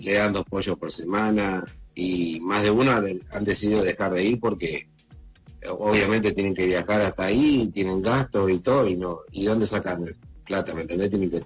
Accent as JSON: {"language": "Spanish", "town": "Concepción del Uruguay", "region": "Entre Ríos", "country": "Argentina", "said": "Nosotros somos de Concepción del Uruguay, Entre Ríos"}